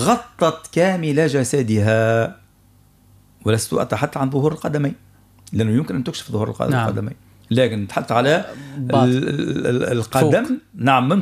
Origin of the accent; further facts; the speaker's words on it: Tunisia; أنا كتونسي